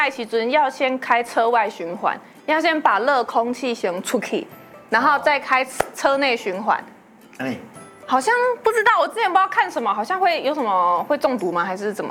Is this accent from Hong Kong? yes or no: no; Kaohsiung, Taiwan; 所以我们高雄长期都是很热的。偏对台湾来讲，我们高雄算蛮热的